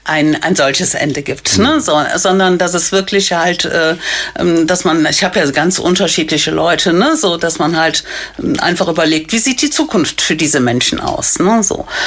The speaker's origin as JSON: {"language": "German", "town": "Erpel-Unkel", "region": "Rhineland-Palatinate", "country": "Germany", "tie": "born or raised there", "said": "Und es ist auch wieder in Planung, in Erpel-Unkel, also meiner Heimat, zu lesen."}